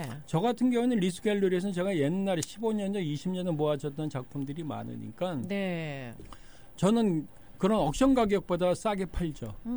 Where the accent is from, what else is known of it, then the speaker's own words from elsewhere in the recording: South Korea; now in United States; 저는 동양인이 한국 사람이고